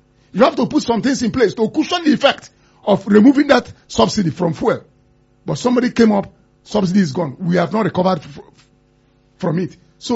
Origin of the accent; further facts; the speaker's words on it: Nigeria; I'm a Nigerian.